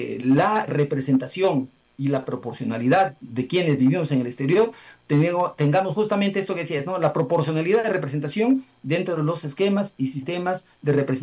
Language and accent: Spanish; Peru; moved away; como peruanos que somos